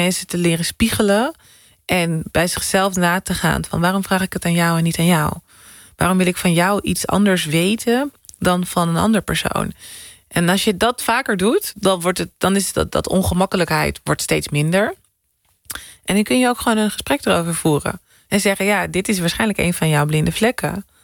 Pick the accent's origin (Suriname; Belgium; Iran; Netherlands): Netherlands; Haarlem, North Holland; also born or lived in Amsterdam; ik kom uit Amsterdam. Dan zeggen mensen, maar waar kom je echt vandaan? Mm-hmm. En dan zeg ik, kom uit Haarlem.